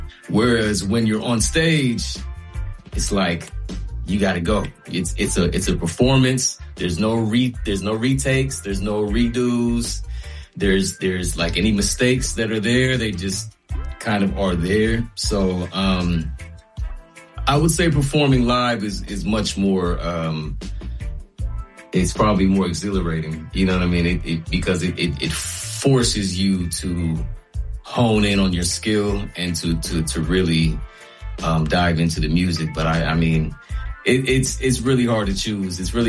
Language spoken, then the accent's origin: English; Florida, United States; moved away as an adult; now in Ohio, United States; I'm from Florida actually as well. So I'm not from Ohio. Even though my dad was kind of living in Ohio, I went to college in Florida.